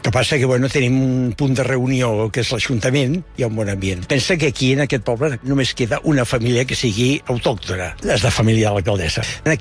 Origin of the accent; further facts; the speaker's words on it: Barcelona, Catalonia, Spain; born there; also born or lived in Osona; Jo soc nascut a Barcelona, la meva dona Sant Carles de la Ràpita. Vam viure a Osona i posteriorment vam venir aquí.